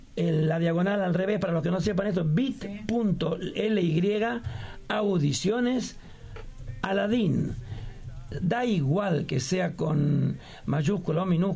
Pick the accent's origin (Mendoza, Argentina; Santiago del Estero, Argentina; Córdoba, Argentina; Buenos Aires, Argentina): Córdoba, Argentina; Soy un cordobés nato.